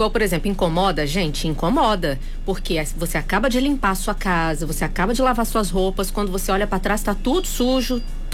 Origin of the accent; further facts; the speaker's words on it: Rio Pomba, Minas Gerais, Brazil; eu sou de Rio Pomba e conheço a cidade, que é pequena. Minha cidade do coração, sou natural de Rio Pomba.